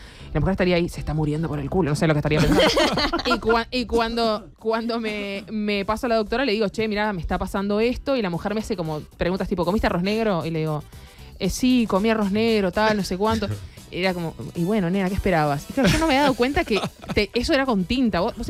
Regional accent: Uruguay; Jo soy de Uruguay, primero que nada.

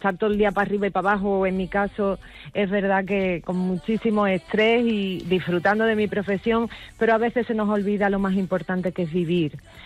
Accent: Cádiz, Andalusia, Spain; also born or lived in Madrid; en mi casa, en mi tierra, en mi Cádiz, que me he pasado media vida viviendo en Madrid, que he sido muy feliz, pero que ya me tocaba estar cerquita del mar, que yo era como un pescado antes, mi padre tenía un chiringuito en la playa y he crecido en el mar

